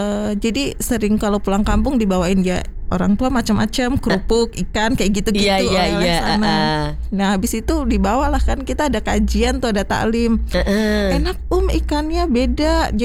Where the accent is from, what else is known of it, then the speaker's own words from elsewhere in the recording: Demak, Central Java, Indonesia; moved away as an adult; also born or lived in Jakarta; now in Tambun, Indonesia; Asli Jawa Demak.